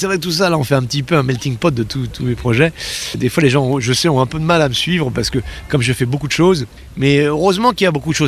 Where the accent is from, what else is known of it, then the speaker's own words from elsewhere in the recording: Nantes, Pays de la Loire, France; Je suis nantais, ouais, donc je suis pleinement concerné.